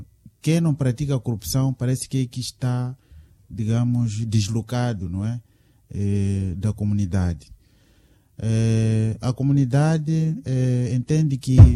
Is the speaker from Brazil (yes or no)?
no; Mozambique; O que nós temos que fazer é nos unirmos como moçambicanos